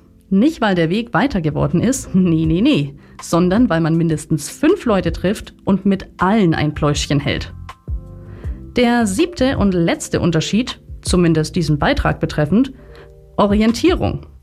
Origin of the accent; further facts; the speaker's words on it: Bavaria, Germany; Bei uns in Oberfranken heißt es, was? Bis nach Bayreuth für einen Kaffee? No way. Für uns Oberfranken sind 25 Kilometer praktisch eine Weltreise.